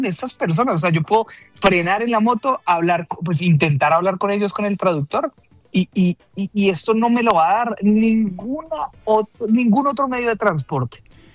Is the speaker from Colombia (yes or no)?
yes; Colombia; pues yo quiero mucho a mi país y poderles dar esa emoción a las personas y contarles como si desde Colombia vine acá, eso es muy, muy gratificante.